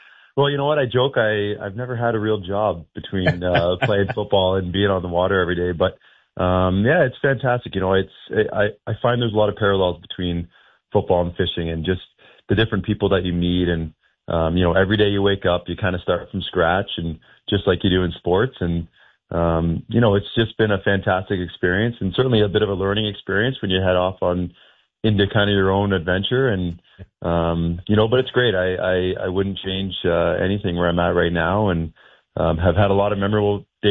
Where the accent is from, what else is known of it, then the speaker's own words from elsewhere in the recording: Peterborough, Ontario, Canada; And, I grew up in around Peterborough with a ton of lakes around there.